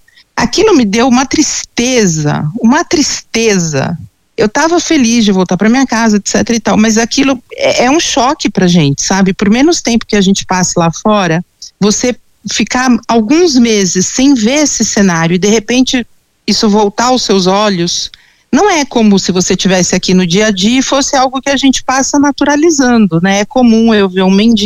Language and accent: Portuguese; São Paulo, Brazil